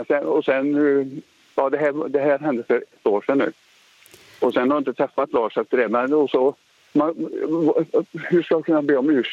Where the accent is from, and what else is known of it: Trollhättan, Västra Götaland County, Sweden; born or raised there; also born or lived in Finland